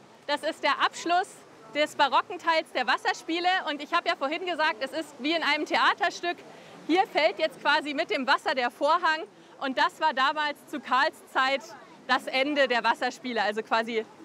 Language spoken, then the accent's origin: German; Baunatal, Hesse, Germany; moved away as an adult; also born or lived in Hamburg / Vienna / Japan; ich komme zwar hier aus Baunatal, aus der Gegend